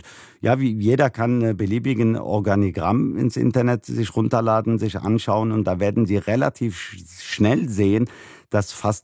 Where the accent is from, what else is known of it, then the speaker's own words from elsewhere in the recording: Germany; egal wo ich auf der Welt bin, wenn ich gefragt werde, wo ich herkomme, sage ich immer, ich bin Deutscher. Nur hier in Deutschland ist das, ja, nur hier kann ich das nicht so ganz machen.